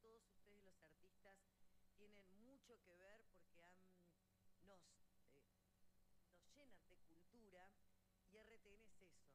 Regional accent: Neuquén, Argentina; Tenemos meseta en Neuquén. No todas las provincias, no todas las ciudades tienen la geografía que tenemos nosotros. Tenemos una meseta infinita.

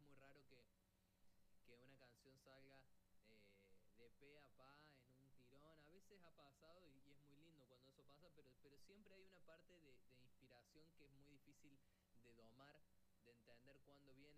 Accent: Córdoba, Argentina; Somos amigos de Córdoba de hace un montón de años

